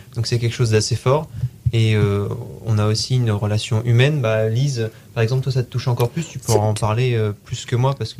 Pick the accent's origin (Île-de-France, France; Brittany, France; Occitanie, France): Brittany, France; Rennes; now in Tours, France; J'ai fait donc un bac technologique STMG à Rennes, là d'où je viens. Je me suis orienté à Tours en BUT technique de commercialisation.